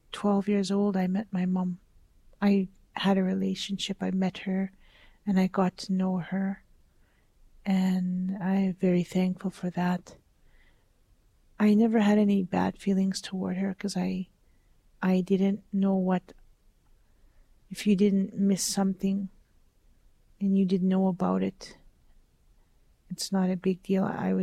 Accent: Onion Lake, Saskatchewan, Canada; I am from Onion Lake, Saskatchewan, and I'm Plains Cree. I'm the youngest of four children, one brother and two sisters, and then myself.

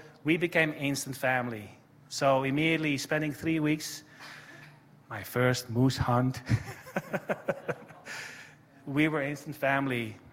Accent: Netherlands; moved away; I'm from the Netherlands.

